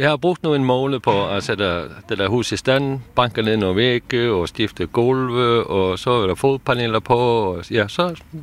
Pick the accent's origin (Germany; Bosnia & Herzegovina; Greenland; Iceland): Iceland; Nej, jeg er fra Island, og jeg er sådan noget kommet hernede bare til at hygge mig i sommeren.